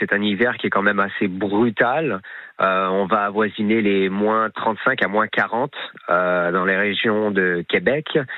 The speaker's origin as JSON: {"language": "French", "country": "France", "tie": "born there", "also_born_or_lived": "Canada", "moved": "as an adult", "said": "en tant que Français né en France et qui est parti au Canada quand il était quand même assez jeune et qui vient de revenir en France il y a un mois et demi."}